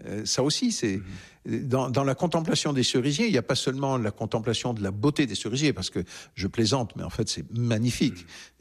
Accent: Southern France, France

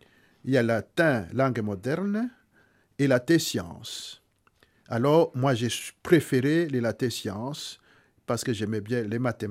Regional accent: Rwanda; chez nous au Rwanda

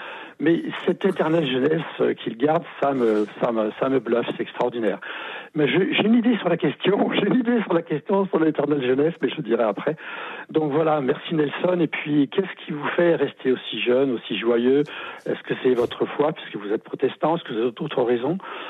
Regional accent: Auvergne-Rhône-Alpes, France

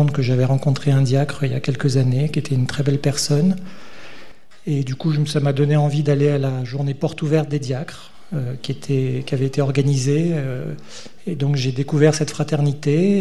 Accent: Chambéry, Auvergne-Rhône-Alpes, France; born there; je suis né à Chambéry, dans une famille... chrétienne, pratiquante, et la foi pour moi, ça a toujours fait partie de la famille.

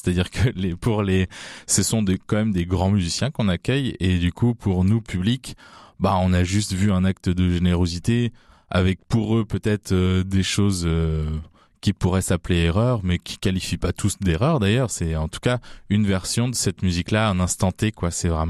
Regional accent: Bressuire, Nouvelle-Aquitaine, France; moved away as an adult; now in Poitiers, France; je suis originaire de Bressuire, précisément.

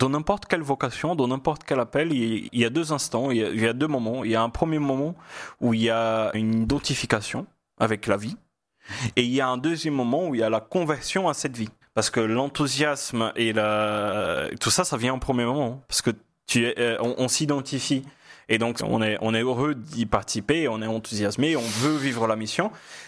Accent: France; Parce que je viens du nord-est, donc je pars au sud-est, où là on parle différemment.

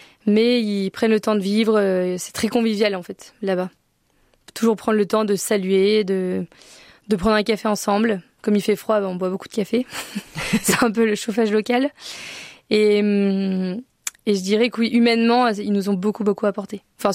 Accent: France; en tant que Français, Européen

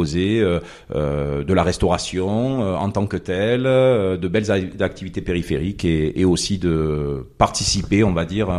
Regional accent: Marseille, Provence-Alpes-Côte d'Azur, France; accent: Marseillais; moved away; originaire de Marseille. Bon, je pense que mon accent le trahit.

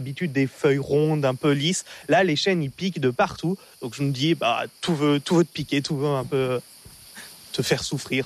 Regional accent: Auvergne-Rhône-Alpes, France; par chez nous en Haute-Loire.

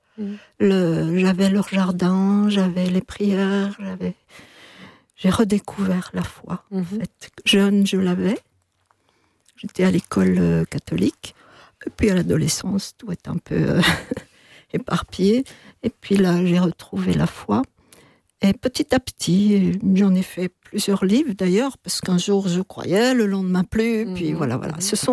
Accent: Belgium; also born or lived in Rwanda; Son papa et moi, nous sommes belges, européens, et nous étions enseignants.

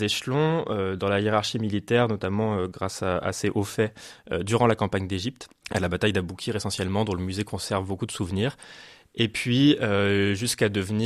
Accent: Paris, Île-de-France, France; J'ai grandi à Paris

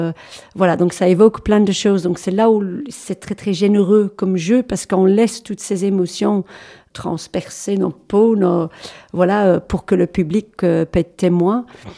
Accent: England, United Kingdom; Bah, moi, je suis anglaise, donc à la base.

